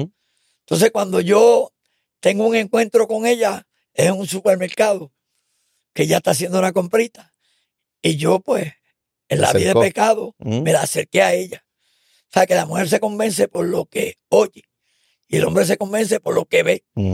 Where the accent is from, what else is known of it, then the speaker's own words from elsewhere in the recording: Ponce, Puerto Rico; yo me crié en Ponce